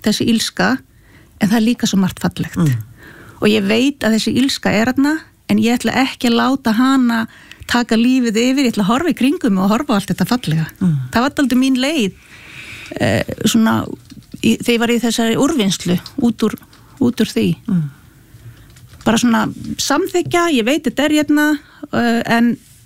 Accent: Akureyri, Northeastern Region, Iceland; Og við erum alveg upp á Akureyri, við erum einn eldri bróða líka

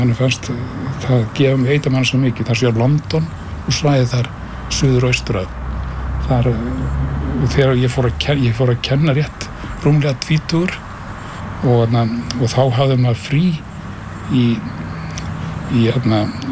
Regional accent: Reykjavík, Capital Region, Iceland; þetta var svo óskaplega ólíkt þessum smábæ sem maður að alast upp í Reykjavík og manni fannst maður vera bara komin í á miðpunkt heimsins

